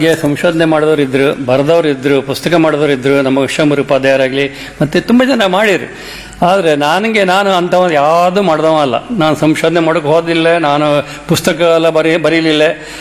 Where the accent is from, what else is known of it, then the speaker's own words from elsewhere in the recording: Karnataka, India; accent: Kundapura Kannada; first language Kundapura Kannada; ಹಾಗಾಗಿ ನಮ್ಮ ಕುಂದಾಪುರ ಕನ್ನಡ ನಮ್ಮ ರಕ್ತದಾಗಿತ್ತು, ನಾವು ಹುಟ್ಟಿಲ್ಲಾಗಾಯ್ತು ಅದನ್ನೇ ಮಾತಾಡಕ್ಕಂತ ಬಂದವರು.